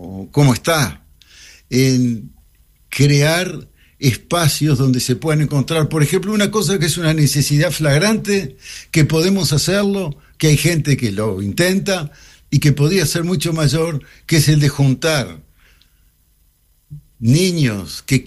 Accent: Uruguay

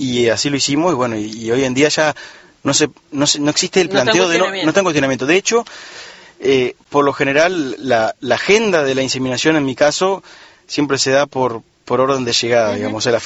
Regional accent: Paso de los Toros, Tacuarembó, Uruguay; moved away as an adult; Vos sabés que yo soy de Paso de los Toros

